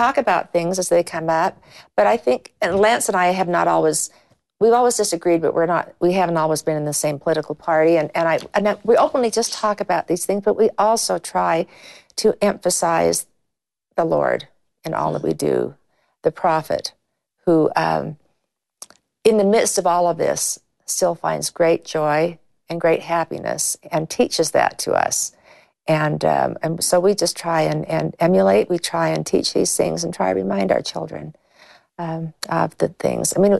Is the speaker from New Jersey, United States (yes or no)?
no; California, United States; And growing up in California, not a world that was always easy to live as mm-hmm. as members of the church